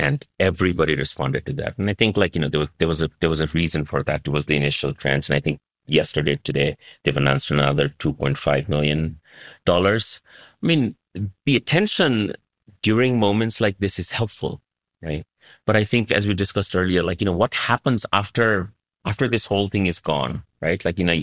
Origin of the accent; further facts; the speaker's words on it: United States; I say this as a Nepali American, I'm an American citizen, but I was born and raised here.